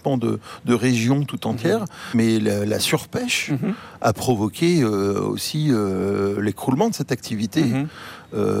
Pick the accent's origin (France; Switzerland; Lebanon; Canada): France; Martinique; also born or lived in Rouen; je suis né à Rouen, donc les Normands, de toute façon, sont des grands navigateurs, voilà. Des voyageurs, et j'ai grandi à la Martinique